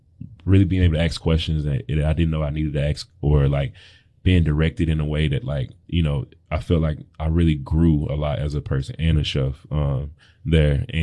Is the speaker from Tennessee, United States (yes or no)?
yes; Tennessee, United States; we're in Tennessee and I grew up in Tennessee, you know, it's a landlocked state